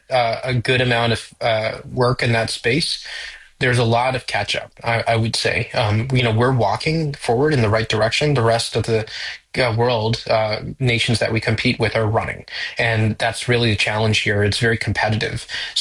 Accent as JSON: {"language": "English", "town": "Toronto", "region": "Ontario", "country": "Canada", "tie": "born or raised there", "said": "I basically was you know, born and raised in Toronto, sort of the Jane and Finch area"}